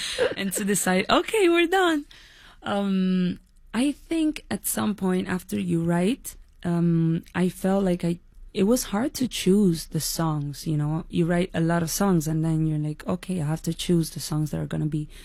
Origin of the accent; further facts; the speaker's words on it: Italy; I think the reason why today I'm so attached to my roots, both Italian and Dominicans, is because I looked for it. I really researched where I was from.